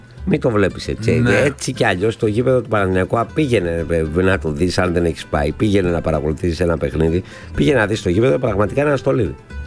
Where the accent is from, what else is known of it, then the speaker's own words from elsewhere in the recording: Kastellia, Central Greece, Greece; Εγώ είμαι από τα Καστέλια.